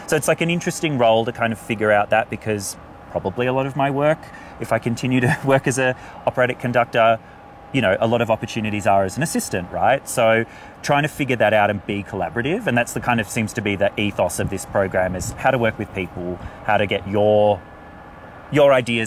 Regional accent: Australia

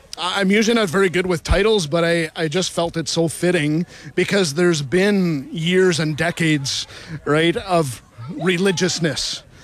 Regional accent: Pembina Valley, Manitoba, Canada; I grew up here in the Pembina Valley, and knowing that we are often called this Bible Belt

